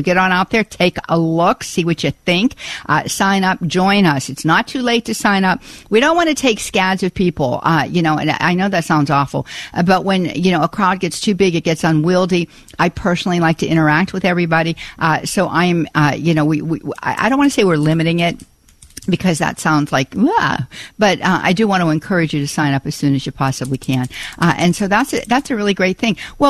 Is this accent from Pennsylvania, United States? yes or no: yes; Pittsburgh, Pennsylvania, United States; accent: Pittsburgh; I cannot completely ditch my Pittsburgh accent. I never want to completely ditch my rootedness in a steel city.